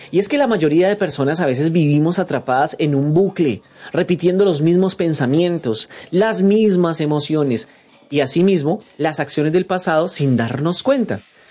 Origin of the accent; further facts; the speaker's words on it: Colombia; como decimos en Colombia, echando carreta, dando lora